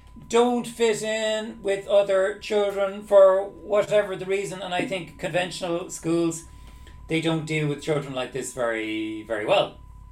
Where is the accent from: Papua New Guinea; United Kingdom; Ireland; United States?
Ireland; Dublin, Leinster; moved away; I'm a Dublin man. I'm from Dublin